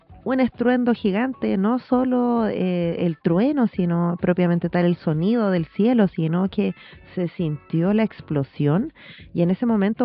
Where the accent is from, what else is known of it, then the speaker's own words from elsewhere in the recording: Elqui Valley, Coquimbo, Chile; soy del Valle de Elqui